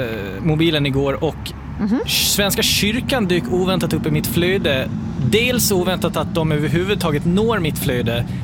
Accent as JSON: {"language": "Swedish", "region": "Gotland", "country": "Sweden", "said": "Jag är gotlänning"}